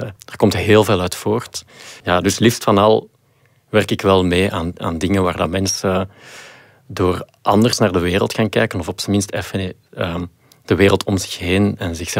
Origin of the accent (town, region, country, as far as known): Belgium